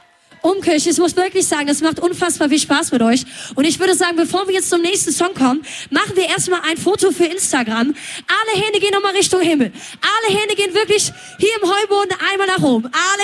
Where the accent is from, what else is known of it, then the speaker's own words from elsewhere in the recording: Rhineland, Germany; Denn ich komme aus dem Rheinland. Ich bin eine echte Karnevalsmaus.